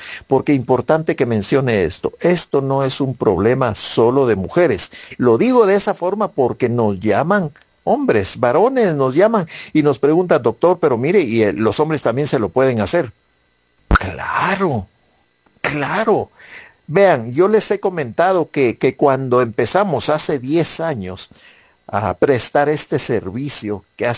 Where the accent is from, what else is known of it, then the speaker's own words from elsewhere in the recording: Guatemala; nuestra cultura como guatemaltecos